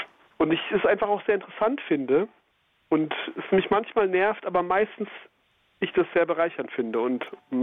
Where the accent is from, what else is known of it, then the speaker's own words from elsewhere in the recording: West Germany, Germany; Denn ich als alter Wessi in Anführungszeichen spreche manchmal mehr für mich